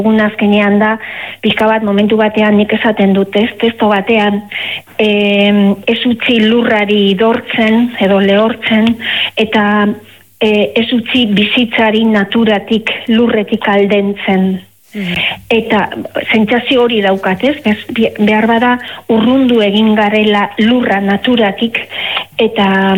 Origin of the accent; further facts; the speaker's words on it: Basque Country, Spain; Ba, bizkaitarra naiz eta nire herrian dauzoan hori egun handia zan, gau handia zan, ez?